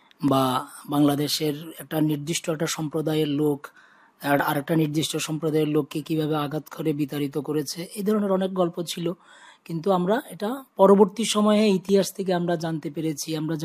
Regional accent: Ishanchandranagar, West Bengal, India; হ্যাঁ, আমার জন্ম ঈশানচন্দ্রনগর গ্রামেই।

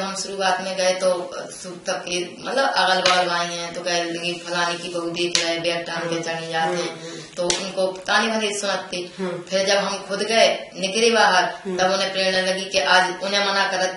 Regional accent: Prithvipur Naya Kheda, Uttar Pradesh, India; और हम पृथ्वीपुर नया खेड़ा बबीना ब्लॉक के रहने वाले हैं

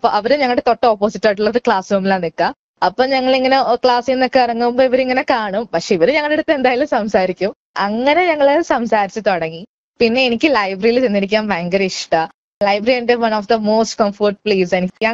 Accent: Ernakulam, Kerala, India; moved away as an adult; ഞാൻ ജനിച്ചത് വളർന്നല്ല എറണാകുളത്തായിരുന്നു.

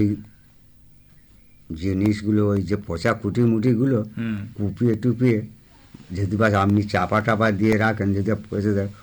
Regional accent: Pranballavpur, West Bengal, India; আমি আসছি মোগরাহাট 1 নম্বর ব্লক থেকে, উস্তি থানা অন্তর্গত। আমার বাড়ি প্রাণবল্লভপুর, পোস্ট প্রাণবল্লভপুর।

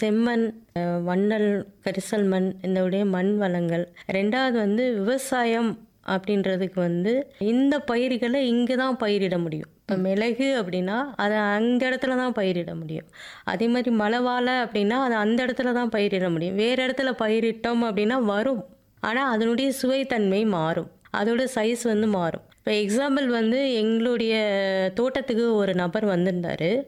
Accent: Periyakulam, Tamil Nadu, India; தேனி மாவட்டம் பெரியகுளம் தான் என்னுடைய சொந்த ஊர்.

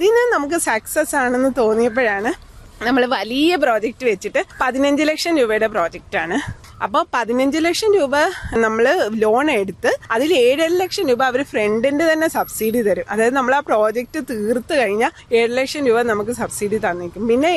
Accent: Kerala, India; born there; ഞാൻ ഓണാട്ടുകാരിയാണ് ജനിച്ചത്. അവ ഒരു കാർഷിക സംസ്കാരമുള്ള നാടാണ്, ജീവിത രീതിയുള്ള നാടാണ്.

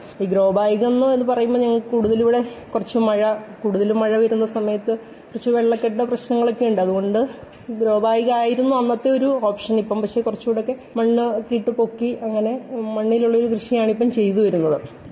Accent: Kanjirappally, Kerala, India; moved away as an adult; now in Ernakulam, India; ഇപ്പം ഞങ്ങൾ രണ്ടുപേരും ബേസിക്കലി കോട്ടയം ജില്ലയിലെ കാഞ്ഞിരപ്പള്ളിയാണ് ഞങ്ങളുടെ സ്വദേശം. വിവാഹത്തിന് ശേഷമാണ് ഞങ്ങൾ എറണാകുളത്തേക്ക് താമസം മാറിയിരിക്കുന്നത്.

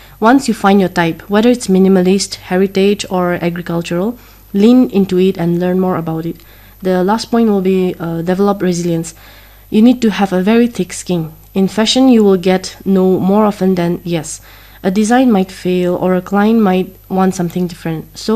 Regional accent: Nagaland, India; born or raised there

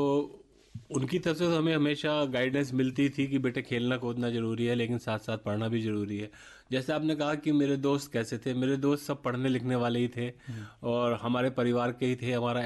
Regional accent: Haldaur, Uttar Pradesh, India; उत्तर प्रदेश जिला बिजनौर में एक जगह है हल्दौर, वहाँ का रहने वाला हूँ और मेरा बचपन उसी टाउन में बीता है। और मैंने अपनी जो क्लास 10 तक की एजुकेशन है वो वहाँ चंद्रमणि देवनागरी इंटर कॉलेज से प्राप्त की है।

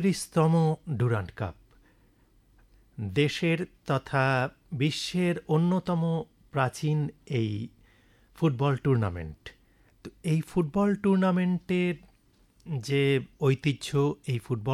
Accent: India; আমরা একজন ভারতীয় হিসেবে গর্ববোধ করতেই পারি।

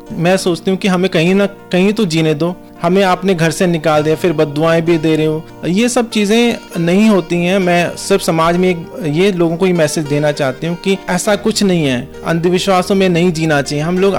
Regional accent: Uttarakhand, India; moved away; मैं भी उत्तराखंड से आई हूँ

